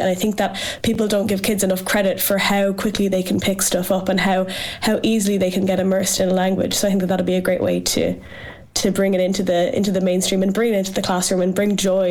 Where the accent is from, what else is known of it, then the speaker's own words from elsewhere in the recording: Ireland; born there; when I was young, it wasn't a cool thing to speak Irish. It was just something that I happened to do because I was from the Gaeltacht.